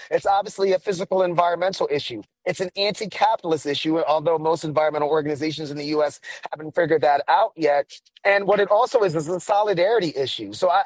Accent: Harlem, New York, United States; I'm a first generation Sierra Leonean. And we grew up in Harlem, New York.

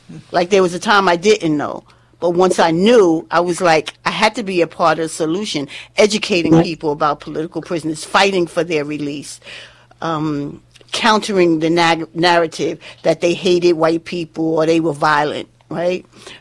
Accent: Brooklyn, New York, United States; also born or lived in New Jersey; I'm born and raised in Brooklyn. I lived in New Jersey for a while, raising my children with my first husband, my ex-husband. And then I moved back to New York, to Brooklyn, after I divorced

